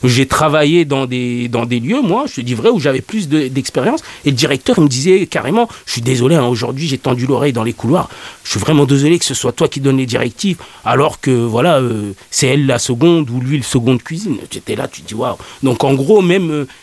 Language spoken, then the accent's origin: French; France; born there; Je dis on parce que je m'y inclus, je suis né en France, je me sens français.